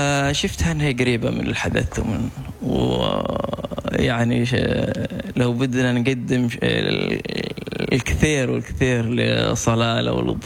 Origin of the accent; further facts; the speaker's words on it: Yemen; عندنا في اليمن